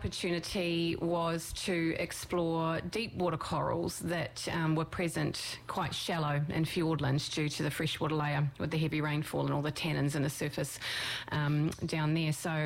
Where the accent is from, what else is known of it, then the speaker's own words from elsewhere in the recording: Hawke's Bay, New Zealand; I was so lucky growing up in Central Hawke's Bay.